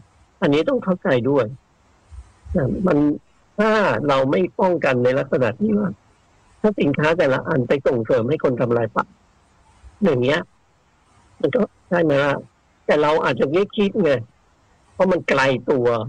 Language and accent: Thai; China; now in Thailand; แรก20กว่าปีผมไปที่บ้านเกิดที่เมืองจีนนะครับ